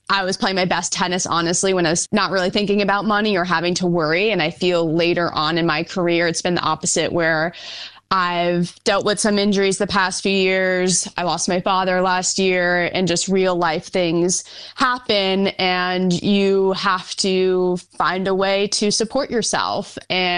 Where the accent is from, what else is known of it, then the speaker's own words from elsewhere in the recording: New York, United States; I'm from New York, so U.S. Open is a special place to me, just in my backyard.